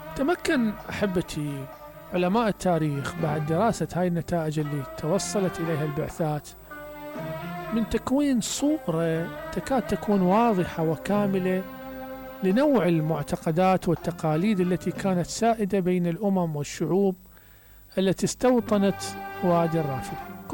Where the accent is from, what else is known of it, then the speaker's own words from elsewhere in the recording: Iraq; بلادنا الحبيبة، بلاد ممتدة وضاربة في عمق التاريخ